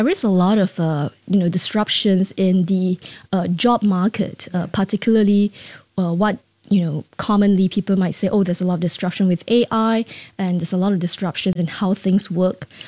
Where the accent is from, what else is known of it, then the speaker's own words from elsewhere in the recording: Singapore; but generally for Singapore, as a Singaporean, I think it's a very strong government.